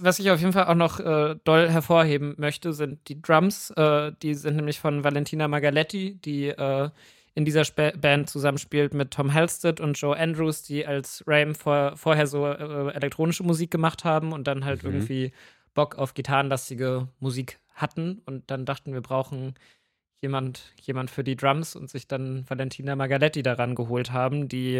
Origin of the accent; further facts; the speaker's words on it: Northern Germany, Germany; Ja, weil ich bin auch Norddeutscher, muss man dazu ja wissen.